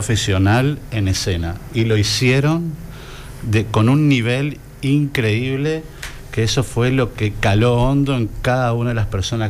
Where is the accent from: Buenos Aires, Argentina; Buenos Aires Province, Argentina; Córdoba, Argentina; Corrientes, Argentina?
Corrientes, Argentina; moved away; yo, si bien soy comunitario, no nací ni me crié en esta comunidad, yo soy correntino, nunca fui al colegio